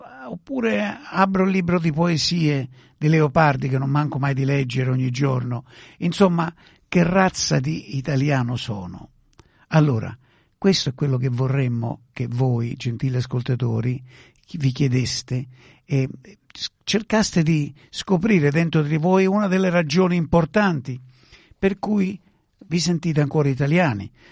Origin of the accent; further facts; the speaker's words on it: Rome, Lazio, Italy; moved away as an adult; io sono nato e vissuto a Roma per 25 anni, quindi all'anagrafe sono italiano